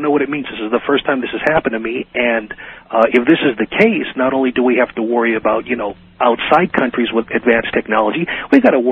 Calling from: Riverside, California, United States; I'm calling from Riverside.

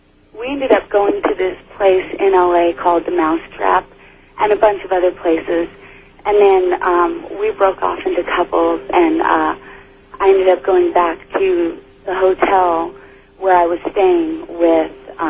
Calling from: Colorado, United States; from Colorado.

